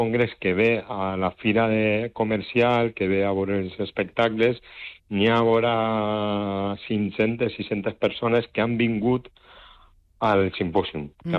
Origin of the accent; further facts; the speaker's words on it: Torrent, Valencian Community, Spain; jo soc de València, soc de Torrent